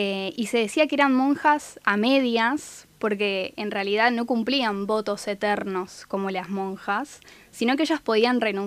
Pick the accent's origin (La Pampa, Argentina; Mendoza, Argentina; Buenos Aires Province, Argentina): Buenos Aires Province, Argentina; Haedo; Yo soy de Aedo, de Morón.